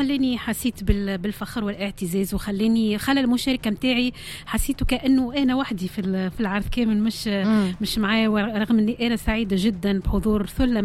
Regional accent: Tunisia

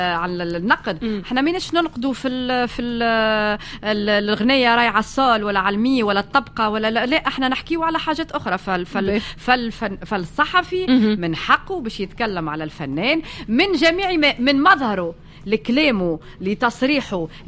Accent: Tunisia; انا فنان تونسي

